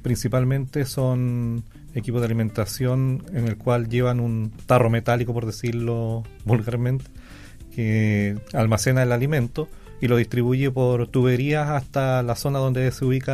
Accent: Río Negro, Los Lagos, Chile; Yo soy oriundo de Salca, Río Negro.

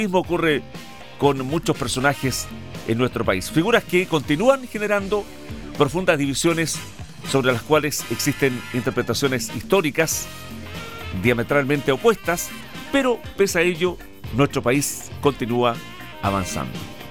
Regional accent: Chile

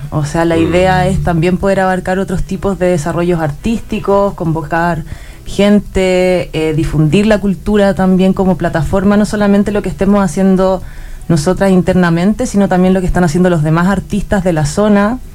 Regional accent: Santa Cruz, O'Higgins, Chile; also born or lived in Santiago, Chile; now in Pichilemu, Chile; Oriunda de Santa Cruz. Aquí cerquita, viví también mucho rato en Santiago y hace como 3 años que estoy acá en Pichilemu y sus alrededores

